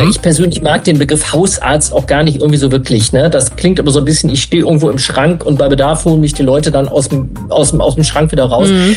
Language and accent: German; Mülheim an der Ruhr, North Rhine-Westphalia, Germany; born or raised there; now in Berlin, Germany